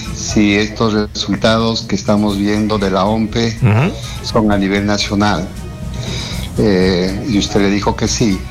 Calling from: Ica, Peru; estoy llamando de la ciudad de Ica.

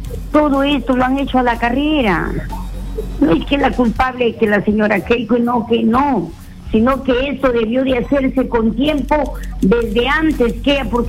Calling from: Piura, Peru

